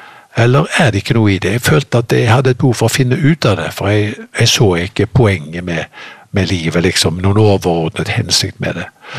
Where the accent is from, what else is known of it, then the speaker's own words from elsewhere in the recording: Haugesund, Rogaland, Norway; jeg kommer jo da fra Haugesund opprinnelig, selv om dialekten er litt avslept med årene, for jeg har bodd mange steder, så er det Haugesund som er fødebyen.